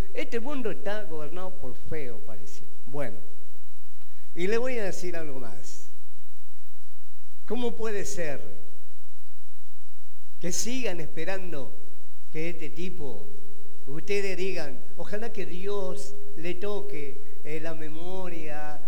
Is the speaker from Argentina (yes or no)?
yes; Argentina; Como argentino yo lo tengo que decir